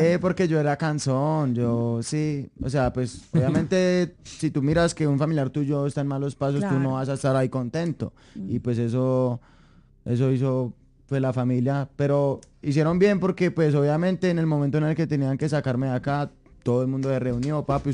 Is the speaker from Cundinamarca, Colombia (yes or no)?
yes; Soacha, Cundinamarca, Colombia; moved away; also born or lived in Colombian Pacific; Yo reitero que yo naturalmente de Bogotá vengo de Cazuca, ¿sí? Uh-huh. Se llama Ciudad de la Sucre, estamos hablando de la Comuna 4 de Soacha